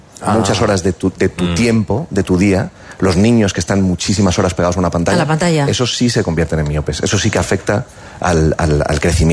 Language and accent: Spanish; Madrid, Community of Madrid, Spain; nunca he estado aquí, yo soy de Madrid